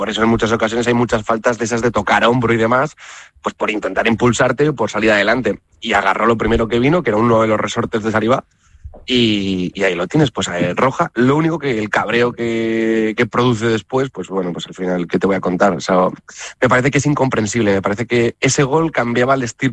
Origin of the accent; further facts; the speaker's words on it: Zaragoza, Aragon, Spain; yo digo, soy de Zaragoza, yo tengo consistencia al frío, yo nací en el frío